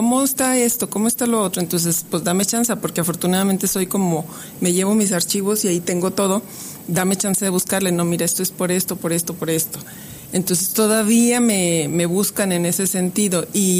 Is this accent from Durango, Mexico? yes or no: yes; Durango, Mexico; born there